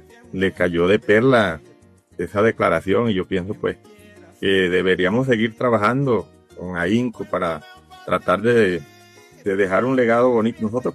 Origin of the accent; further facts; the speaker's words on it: Lorza, Apure, Venezuela; Bueno, yo vengo de Lorza, estado Apure, Venezuela. Soy colombo-venezolano porque soy hijo de madre colombiana de Arauca.